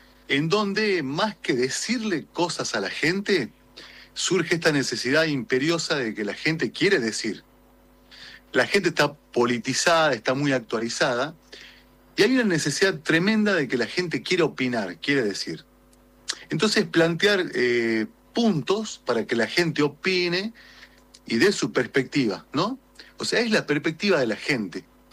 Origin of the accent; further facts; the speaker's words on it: San Salvador de Jujuy, Jujuy, Argentina; born there; now in Salta, Argentina; estoy muy contento de volver a Jujuy. Soy jujeño. A mi amada Tacita de Plata natal.